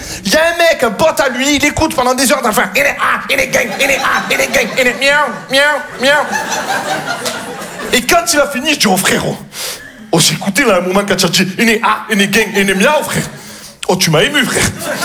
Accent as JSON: {"language": "French", "town": "Marseille", "region": "Provence-Alpes-Côte d'Azur", "country": "France"}